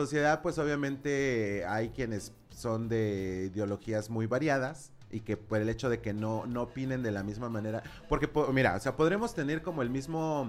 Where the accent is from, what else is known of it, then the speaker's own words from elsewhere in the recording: Mexico; born there; somos mexicanos y nacimos en el mejor territorio.